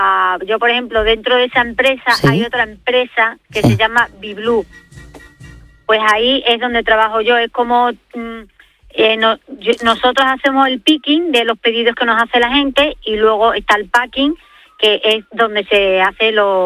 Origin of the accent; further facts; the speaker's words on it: Almendralejo, Extremadura, Spain; now in Guadalajara, Spain; No, tengo en Almendralejo tengo 4 hermanos y en Málaga 1, que es la quinta.